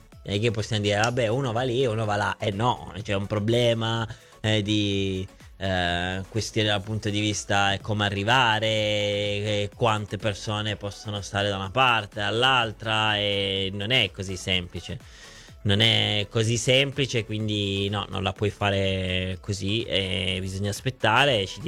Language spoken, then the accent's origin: Italian; Turin, Piedmont, Italy; Io sono di Torino, allo stadio ci vado in 20 minuti